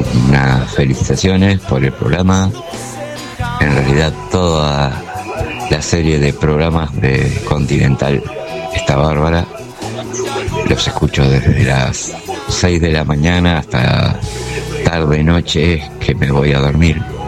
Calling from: San Antonio de Areco, Buenos Aires Province, Argentina; mis últimos tres de documento son 753. Soy de San Antonio de Areco, provincia de Buenos Aires.

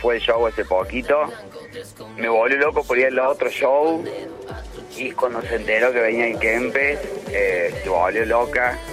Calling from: Monte Cristo, Córdoba, Argentina; acá yo soy de Montecristo.

